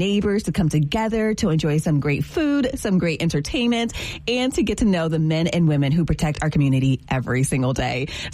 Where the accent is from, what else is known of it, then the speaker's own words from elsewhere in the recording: Broward County, Florida, United States; growing up in Broward County back in the day, there were a few officers that were really connected to the community.